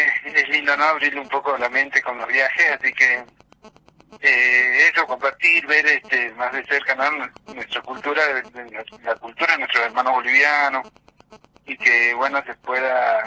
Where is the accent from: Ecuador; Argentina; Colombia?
Argentina; Abra Pampa, Jujuy; Nosotros somos bien Abra Pampeños, tanto yo como su mamá